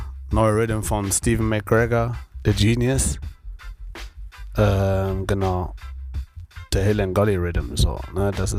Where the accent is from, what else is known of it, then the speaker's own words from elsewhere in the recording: Cologne, North Rhine-Westphalia, Germany; Das Summer Jam ist in Köln. Köln ist meine Heimatstadt.